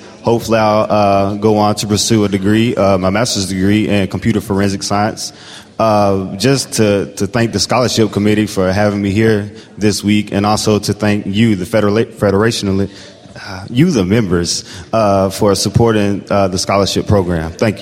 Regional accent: Atlanta, Georgia, United States; I'm from Atlanta, Georgia.

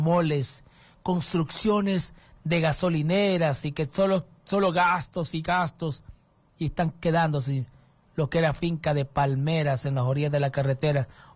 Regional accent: Honduras; Mi pueblo, soy hondureño. Soy catracho 100%.

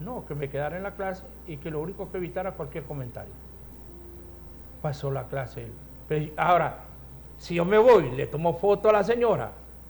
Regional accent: Comayagüela, Francisco Morazán, Honduras; born there; los que nacimos en Comayagüela.

